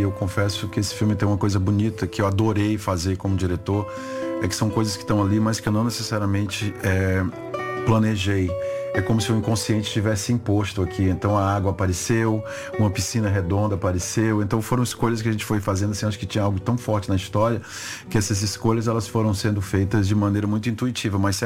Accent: Brazil

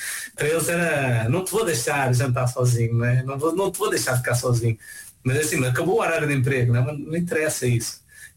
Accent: Odivelas, Lisbon, Portugal; now in Brazil; Eu tenho que dizer que sou de Lisboa, porque se eu disser Odivelas ninguém entende direito.

